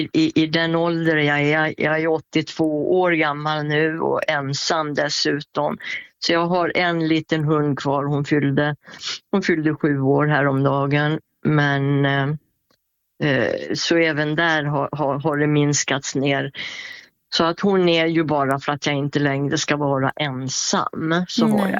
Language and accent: Swedish; Borlänge, Dalarna County, Sweden; Så att annars körde jag ju hemma i Borlänge då, på den travbanan.